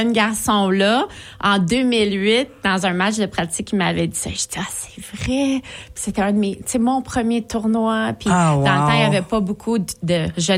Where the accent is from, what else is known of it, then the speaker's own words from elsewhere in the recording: Blainville, Quebec, Canada; also born or lived in Montreal; moi, je suis née en 87, puis j'ai grandi à Blainville.